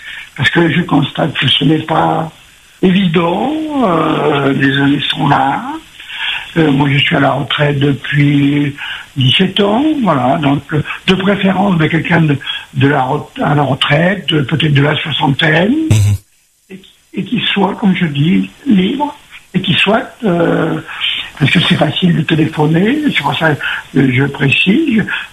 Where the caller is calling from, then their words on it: Nouvelle-Aquitaine, France; Voilà, j'appelle depuis la métropole. … j'ai 70 ans. Je suis à la retraite, j'habite en Gironde, je suis divorcé